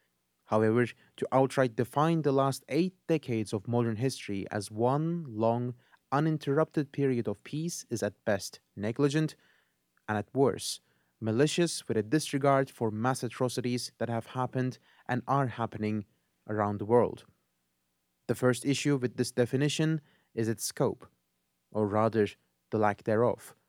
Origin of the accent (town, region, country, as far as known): United States